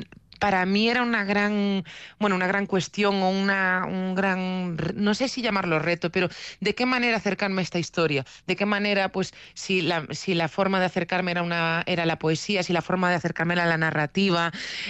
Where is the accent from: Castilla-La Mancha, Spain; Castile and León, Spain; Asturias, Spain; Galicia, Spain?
Galicia, Spain; Vigo; como yo soy de Vigo, el naval en Vigo ha sido y es muy importante a nivel humano, a nivel social, a nivel paisajístico